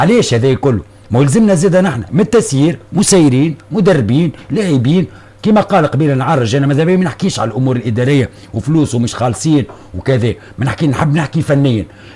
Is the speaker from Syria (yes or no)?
no; Tunisia